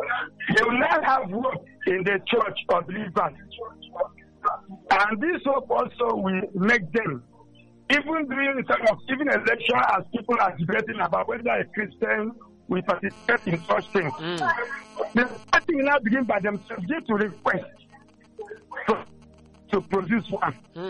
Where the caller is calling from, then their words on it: Degema, Rivers, Nigeria; I'm calling from Degema.